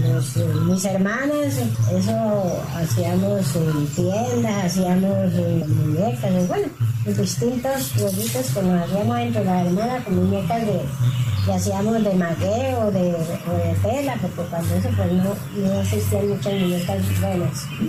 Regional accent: Boyacá, Colombia; born there; now in Saravena, Colombia; de mi pueblo aquí, de mi pueblo que es en Boyacá, nos mudamos para Saravena.

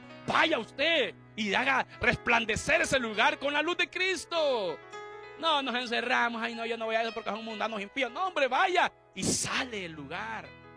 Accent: Honduras; soy hondureño, lo que pasa es que soy hijo de Dios.

